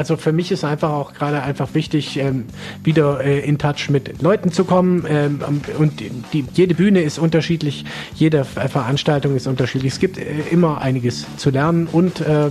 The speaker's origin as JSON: {"language": "German", "country": "Germany", "said": "für mich vielleicht auch als Deutscher"}